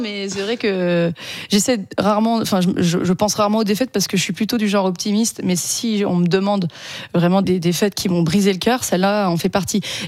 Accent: Auvergne-Rhône-Alpes, France; now in Paris, France; Au début, je me souviens que comme je suis montée très tôt à Paris, j'ai vite voulu dire « Non, mais je viens de Paris, je joue à Paris. » Et j'ai eu un complexe de dire que je venais d'Auvergne

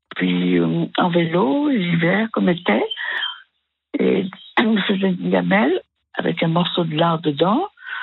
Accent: Cosne-Cours-sur-Loire, Bourgogne-Franche-Comté, France; je suis née à Cône.

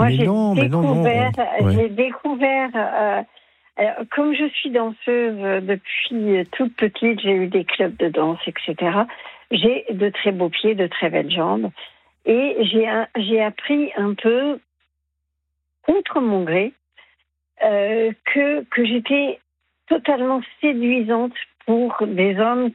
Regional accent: France; moved away as an adult; also born or lived in Germany; parce que moi j'ai habité plus de 20 ans en Allemagne, je suis une Française, mais j'ai habité très longtemps en Allemagne

